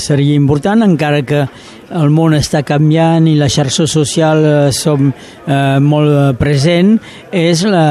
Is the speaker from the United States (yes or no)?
no; Northern Catalonia, France; que per nosaltres, catalans del nord, és llengua estrangera.